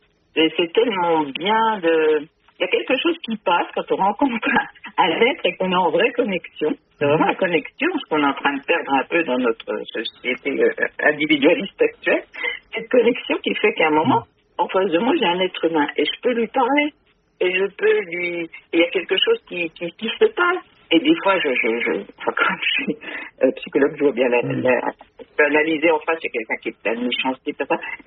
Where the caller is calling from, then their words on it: Laval, Pays de la Loire, France; J'appelle de Laval, en Mayenne.